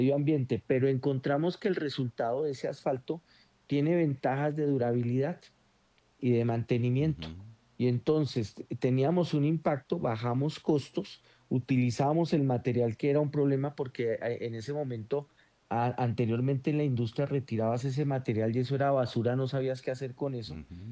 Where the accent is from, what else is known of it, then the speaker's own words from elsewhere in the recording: Colombia; para nosotros como colombianos.